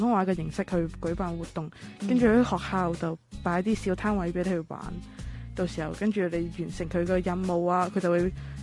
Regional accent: Hong Kong; 我因為作為香港人啦，

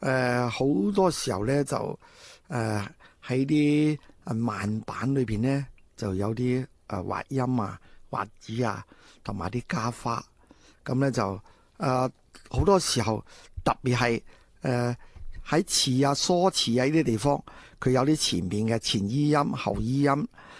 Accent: Lingnan, China; 咁我估计广东音乐都应该有呢种我哋岭南人嘅特性喺度。

